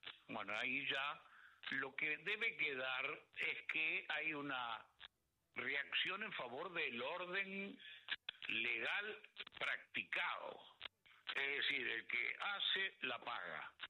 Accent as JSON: {"language": "Spanish", "country": "Uruguay"}